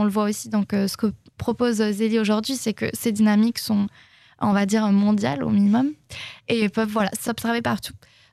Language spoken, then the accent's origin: French; France; moved away as an adult; also born or lived in Jordan; pourquoi aussi ne pas poser cette question à la société française dont je viens